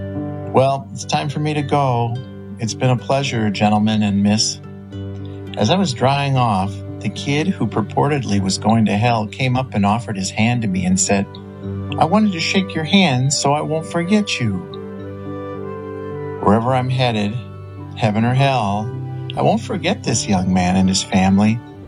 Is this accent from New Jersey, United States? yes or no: no; St. Paul, Minnesota, United States; No, I'm from the Twin Cities in St. Paul.